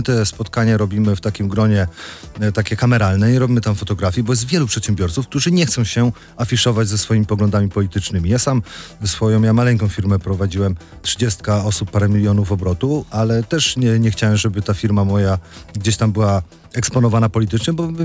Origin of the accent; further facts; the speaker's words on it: Nowy Sącz, Lesser Poland, Poland; U nas w Nowym Sączu jest zagłębie milionerów.